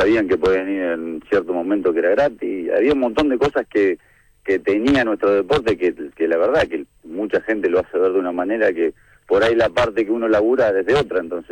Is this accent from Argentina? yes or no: yes; Argentina; los argentinos en general, me parece que nos bancamos entre todos un poco, y así es el argentino.